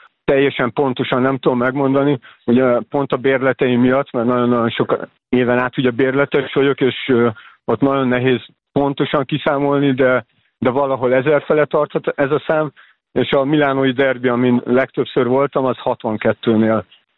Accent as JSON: {"language": "Hungarian", "region": "Budapest", "country": "Hungary", "tie": "born or raised there", "said": "Hát én Csepelen nőttem fel, 80-as években semmi más nem volt, csak a futball."}